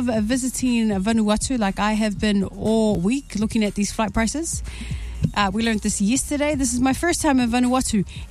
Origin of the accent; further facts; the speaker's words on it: New Zealand; I'm Samoan, but I'm from New Zealand.